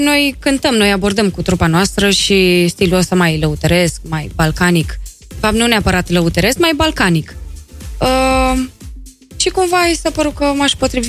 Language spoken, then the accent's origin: Romanian; Vulcan, Hunedoara County, Romania; now in Florești, Romania; Eu sunt din Vulcan, din Hunedoara, un oraș mai micuț.